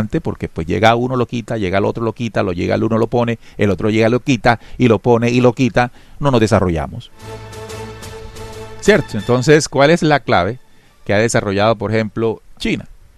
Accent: Colombia; yo como colombiano

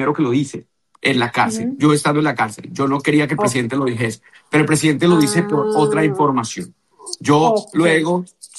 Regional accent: Colombia; soy un colombiano más

